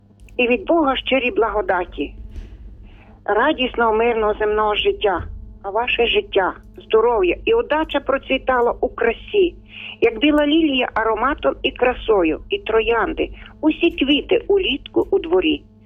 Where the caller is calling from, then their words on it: Baranivka, Zhytomyr Oblast, Ukraine; Місто Баранівка